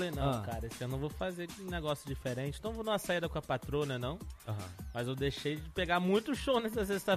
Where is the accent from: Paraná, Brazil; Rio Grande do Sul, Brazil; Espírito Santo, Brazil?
Espírito Santo, Brazil; Cachoeiro de Itapemirim; Sou de Cachoeiro. Moro ali no bairro São Francisco de Assis.